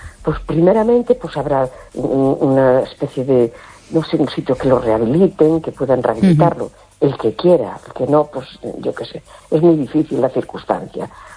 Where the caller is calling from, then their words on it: A Coruña, Galicia, Spain; de La Coruña.